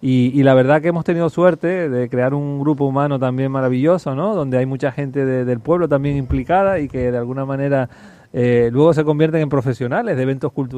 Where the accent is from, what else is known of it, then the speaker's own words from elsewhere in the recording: Canary Islands, Spain; sobre todo en un territorio como el nuestro, como Canarias